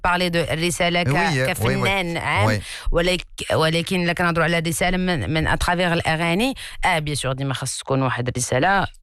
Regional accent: Casablanca, Casablanca-Settat, Morocco; لانني انا بنت الدار البيضاء.

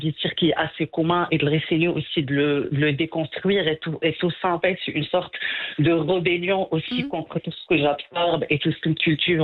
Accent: Morocco; comment on évolue dans un monde qui est digitalisé et comment on est ancré entre tradition, modernité et aus

